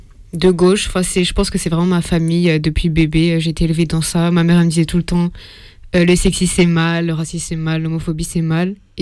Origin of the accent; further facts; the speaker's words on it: Saint-Denis, Île-de-France, France; born there; also born or lived in Paris; je suis née à Saint-Denis. Enfin, je suis née à Paris, après je suis allée à Saint-Denis.